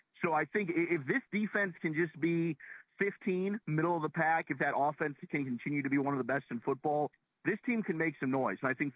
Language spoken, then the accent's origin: English; Dallas, Texas, United States; I grew up in Dallas as a Cowboy mm-hmm. fan.